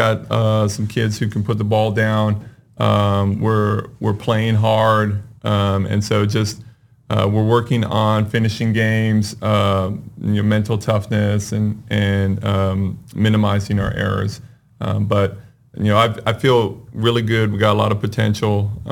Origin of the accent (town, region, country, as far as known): California, United States; born or raised there